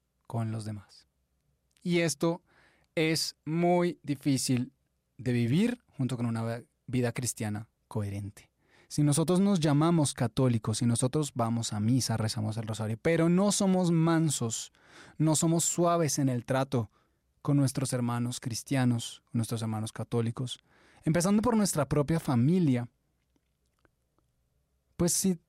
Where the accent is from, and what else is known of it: Colombia